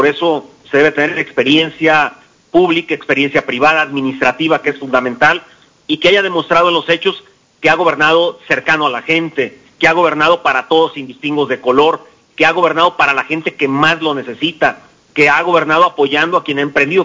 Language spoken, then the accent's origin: Spanish; Colima, Mexico; Yo aquí nací, aquí he crecido en Colima, aquí he hecho mi vida y este es el lugar donde quiero también terminar, ¿no?